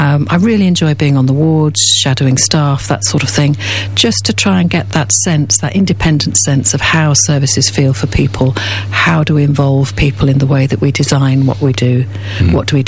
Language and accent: English; Liverpool, North West England, United Kingdom; born there; now in South East England; My family is from the Northwest. My father's from Liverpool. My mother from St. Helens. I was born in Liverpool in the very early 60s. I didn't spend a great deal of time there because my parents moved to the southeast in the mid 60s.